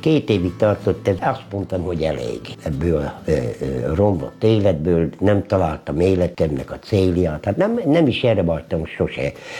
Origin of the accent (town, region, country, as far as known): Ózd, Borsod-Abaúj-Zemplén, Hungary; born there